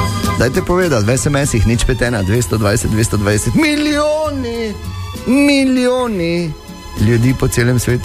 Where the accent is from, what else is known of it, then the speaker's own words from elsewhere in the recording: Maribor, Drava, Slovenia; Ali sva iz Maribora tak kot on?